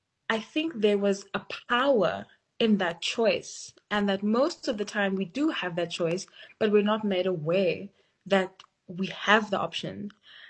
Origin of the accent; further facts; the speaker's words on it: South Africa; It is possible for us to live in this contradiction, be hopeful, be disappointed, be sad, be, incredibly proud to be South African